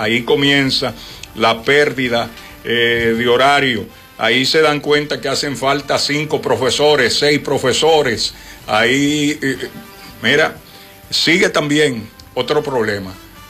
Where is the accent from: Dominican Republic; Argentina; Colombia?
Dominican Republic; Somos dominicanos.